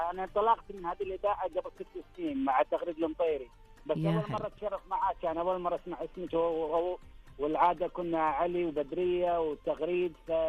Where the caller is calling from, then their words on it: Kuwait; انا اكلمك من الكويت